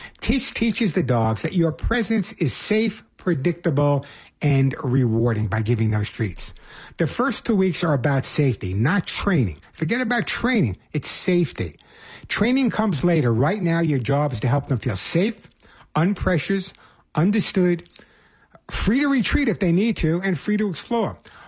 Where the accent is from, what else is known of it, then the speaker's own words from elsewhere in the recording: Bronx, New York, United States; When I was growing up in the Bronx